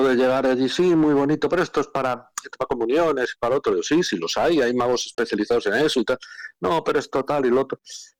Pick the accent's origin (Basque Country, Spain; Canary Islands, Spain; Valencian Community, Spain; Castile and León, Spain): Castile and León, Spain; Peñaranda de Bracamonte; born there; Pero yo nací en Peñaranda de Bracamonte.